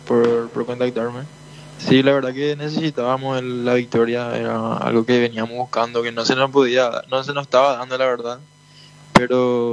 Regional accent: Lambaré, Central, Paraguay

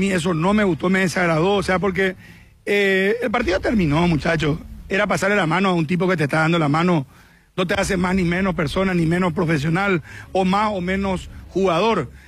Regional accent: Paraguay; Si vos me preguntás a mí como paraguayo qué quiero yo

